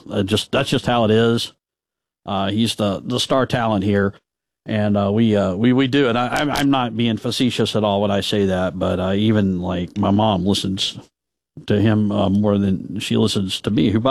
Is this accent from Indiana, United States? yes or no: no; Pelham, Alabama, United States; I grew up in Shelby County, in Pelham, went to Pelham High School, graduated in 1994, and I know the area pretty well, lived there off and on throughout times in my life.